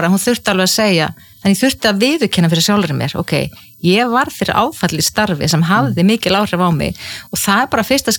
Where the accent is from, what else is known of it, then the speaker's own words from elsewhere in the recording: Ísafjörður, Westfjords, Iceland; ég óttaðist sjóin sem kannski líka tengist því að ég alveg upp á Ísafirði þar sem voru tíu sjóslis og menn og drukknuðu